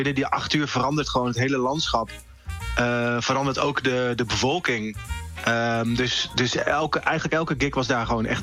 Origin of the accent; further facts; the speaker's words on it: Emmen, Drenthe, Netherlands; We komen natuurlijk zelf uit Emmen.